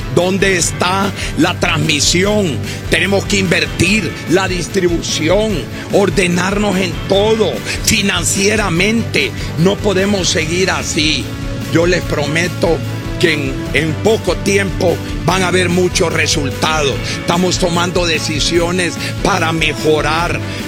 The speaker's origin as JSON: {"language": "Spanish", "country": "Honduras"}